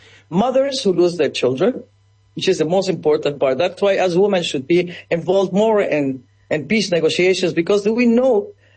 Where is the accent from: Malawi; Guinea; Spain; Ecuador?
Ecuador; I was raised in Ecuador that Peru is my enemy.